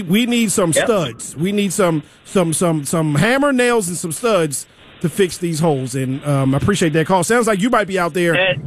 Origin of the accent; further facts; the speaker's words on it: Maryland, United States; cause I grew up in Maryland